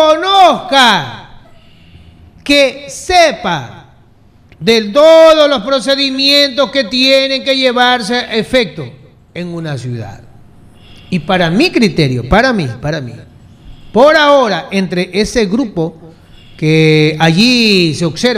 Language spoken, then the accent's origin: Spanish; Manta, Manabí, Ecuador